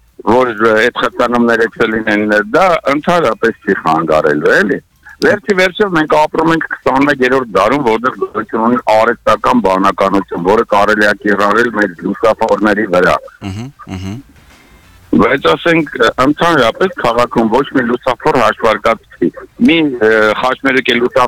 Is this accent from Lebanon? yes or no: no; Yerevan, Armenia; նամանավանդ որպես Երևանցի, Երևանի մասին մտածող